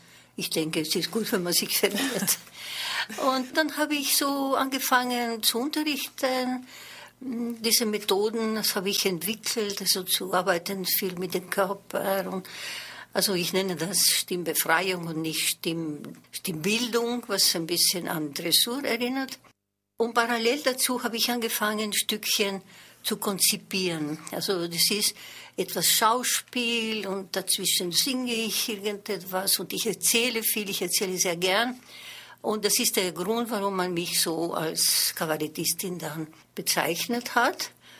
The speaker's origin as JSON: {"language": "German", "town": "Madrid", "region": "Community of Madrid", "country": "Spain", "tie": "born or raised there", "also_born_or_lived": "Paris, France", "first_language": "French", "second_language": "German", "moved": "as an adult", "lives_now": "Vienna, Austria", "said": "Und dann sind wir nach Spanien. Mein Vater war Spanier, sogar aus Südspanien, Andalusien. Und da habe ich in Madrid dann gelebt bis ungefähr meine 20, 22 Jahre."}